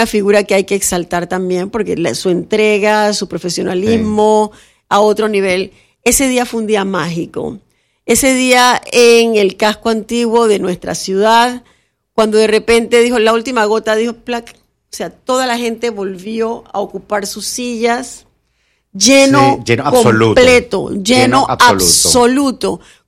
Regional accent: Panama

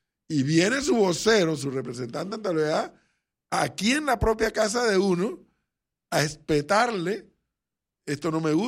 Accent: Panama

